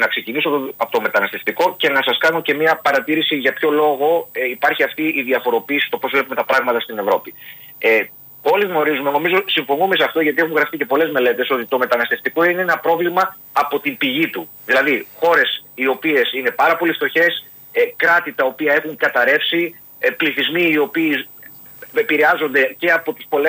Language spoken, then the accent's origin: Greek; Greece; εμάς ως Έλληνες μας θλίβει κιόλας